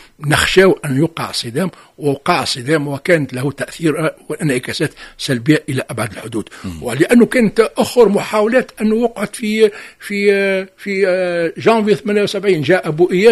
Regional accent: Tunisia; بالنسبة لنا احنا قراب من ليبيا وقراب من الجزائر

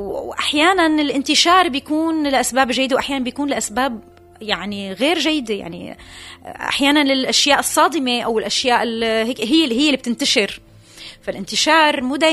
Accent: Syria; بعدين نحن لحقناهم سوريين، وهلأ عم شوف جيل جديد.

